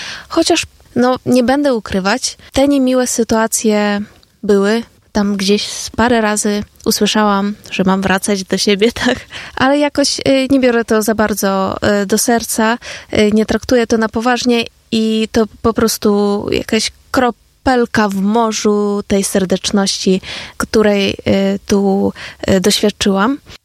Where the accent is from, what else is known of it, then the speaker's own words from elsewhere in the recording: Ukraine; Polish is a second language; Zadaje jakieś pytania, tak? Że skąd jestem, coś się pyta o Ukrainę, jaka jest teraz sytuacja.